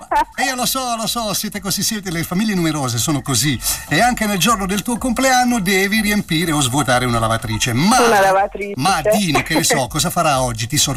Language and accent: Italian; Apulia, Italy; noi pugliesi